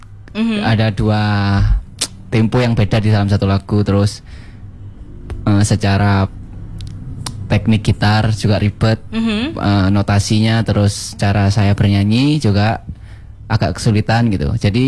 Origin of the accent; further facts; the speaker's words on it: Lawang, East Java, Indonesia; Lawang. Kata orang Lawang Mela Pasuruan. Enggak.